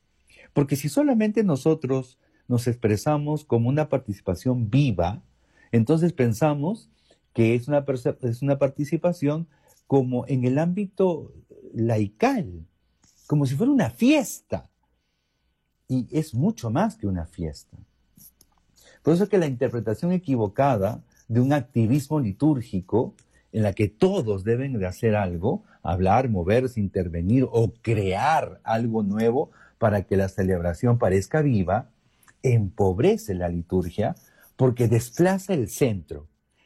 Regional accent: Peru; ¿De dónde soy? Soy de Perú.

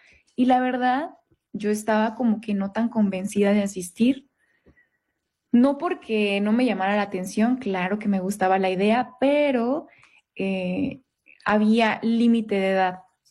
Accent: Santa María del Oro, Durango, Mexico; also born or lived in Denver, Colorado, United States; now in Querétaro, Mexico; yo no soy de Durango Capital, soy de Santa María del Oro, que es un municipio del estado de Durango.

